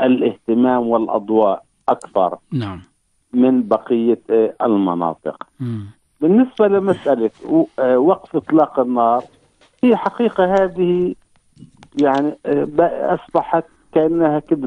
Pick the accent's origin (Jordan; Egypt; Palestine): Palestine; بالنسبة لنا كفلسطينيين